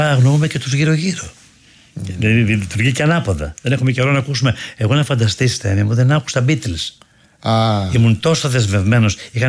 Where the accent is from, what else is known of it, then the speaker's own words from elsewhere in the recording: Greece; είμαι Έλληνας